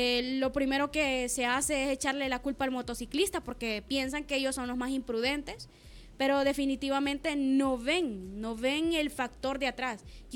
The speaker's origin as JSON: {"language": "Spanish", "town": "Santa Catarina", "region": "Intibucá", "country": "Honduras", "said": "Soy de Intibucá. ¿De qué lugar es? De Santa Catarina."}